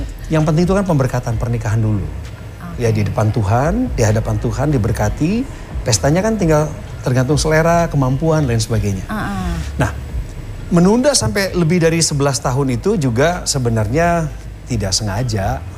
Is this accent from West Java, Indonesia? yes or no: yes; West Java, Indonesia; born there; Lahir di tanah Pasundan karena gak punya keistimewaan memilih tanah lahir kan?